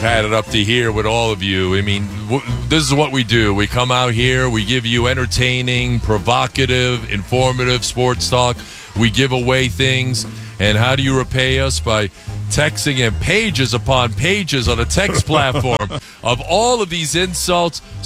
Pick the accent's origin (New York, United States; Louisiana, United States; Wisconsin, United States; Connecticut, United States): New York, United States; New York City; also born or lived in the Bronx; now in Tampa, United States; I was born in the Bronx. I was raised in Queens.